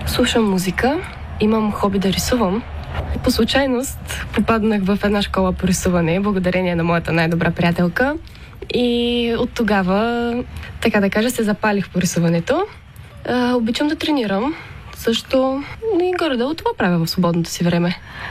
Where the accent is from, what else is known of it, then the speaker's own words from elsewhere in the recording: Stara Zagora Province, Bulgaria; born there; Може би бих избрала Стара Загора, защото ще бъда най-близко до моите приятели, до моето семейство и до родния ми край, разбира се.